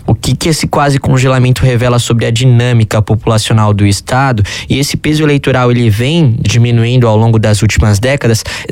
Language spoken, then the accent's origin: Portuguese; São Paulo, Brazil; now in Rio de Janeiro, Brazil; tô falando da redação do Rio de Janeiro e venho de São Paulo